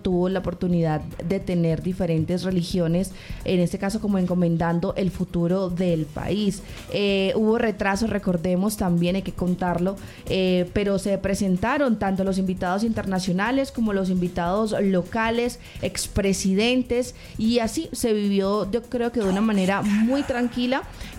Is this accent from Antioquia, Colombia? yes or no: no; Cali, Valle del Cauca, Colombia; como caleña y como comunicadora